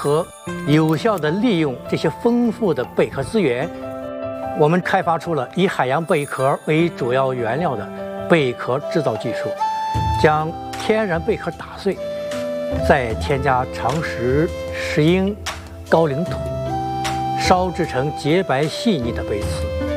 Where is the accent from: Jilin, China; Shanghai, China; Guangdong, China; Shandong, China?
Shandong, China; 我的家乡山东吴地位于渤海湾西南岸，这里有大面积的贝壳滩